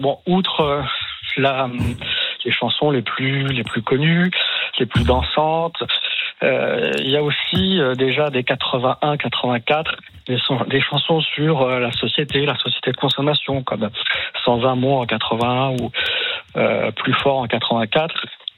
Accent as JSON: {"language": "French", "town": "Nantes", "region": "Pays de la Loire", "country": "France", "lives_now": "Bastia, France", "said": "Bonjour, j'habite en Corse, à côté de Bastia."}